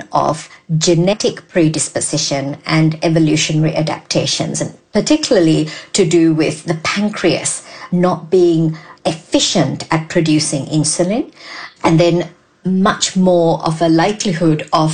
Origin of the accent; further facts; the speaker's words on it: Sri Lanka; moved away; growing up in Sri Lanka